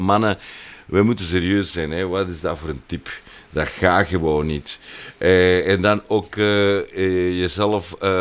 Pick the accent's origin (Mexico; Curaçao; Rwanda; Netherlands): Mexico; El Grullo, Jalisco; Dutch is a second language; now in Antwerp, Belgium; Mijn geboortestad is El Grullo, Jalisco.